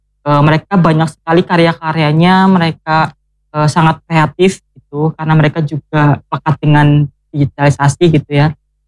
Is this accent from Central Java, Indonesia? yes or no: yes; Banyumas, Central Java, Indonesia; mengangkat identitas kita sebagai orang Banyumas, dan kita sama-sama tetap melestarikan bahasa Banyumas, bahasa yang kita bangga-banggakan.